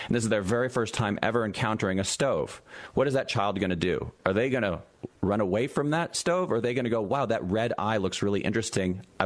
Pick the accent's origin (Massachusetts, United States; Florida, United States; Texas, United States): Massachusetts, United States; I come from Massachusetts myself. I was raised in Massachusetts. I grew up in communities.